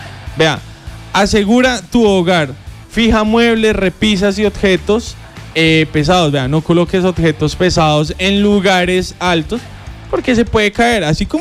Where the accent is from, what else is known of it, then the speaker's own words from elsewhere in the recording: Colombia; como colombianos, tenemos que ayudar a los demás colombianos